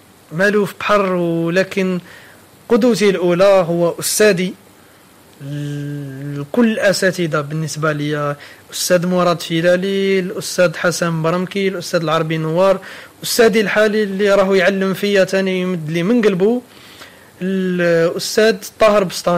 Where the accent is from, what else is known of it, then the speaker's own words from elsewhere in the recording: Constantine, Constantine Province, Algeria; اللي هما عندنا في قسنطينة